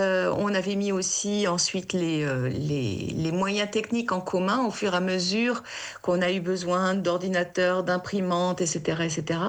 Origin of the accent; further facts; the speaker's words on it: Périgueux, Nouvelle-Aquitaine, France; moved away as an adult; also born or lived in Bordeaux, France; now in Angoulême, France; Je suis née à Bordeaux. J'ai grandi à Périgueux. J'ai fait mes études de nouveau à Bordeaux. Et je me suis installée à Angoulême